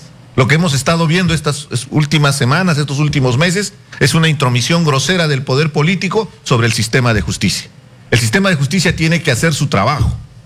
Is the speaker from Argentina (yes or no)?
no; Peru; como buen demócrata y como peruano